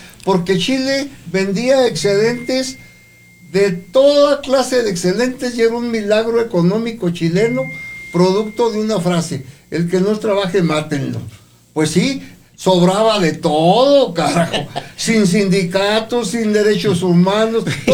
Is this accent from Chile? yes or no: no; Mexico; pues aquí en México yo te aseguro que de los 100 millones que somos de mexicanos, quedan como 2 o 3 millones de habitantes si matan a los corruptos.